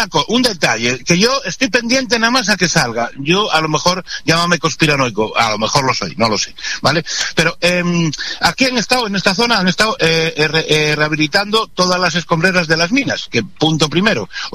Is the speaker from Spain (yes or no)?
yes; Spain; A mí como español